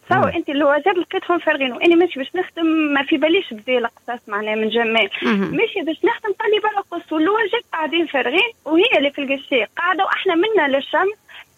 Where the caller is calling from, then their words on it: Zeramdine, Monastir Governorate, Tunisia; من زرمزين.